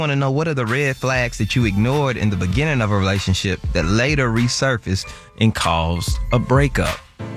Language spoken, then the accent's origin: English; Chicago, Illinois, United States; I'm from South Chicago.